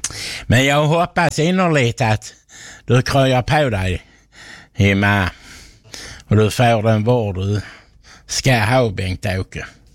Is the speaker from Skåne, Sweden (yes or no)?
yes; Skurup, Skåne, Sweden; en god kompis hemma i Skurup.